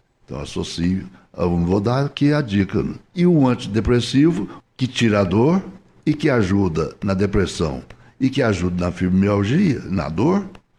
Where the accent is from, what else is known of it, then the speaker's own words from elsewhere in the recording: Minas Gerais, Brazil; Ah, sou mineiro, né?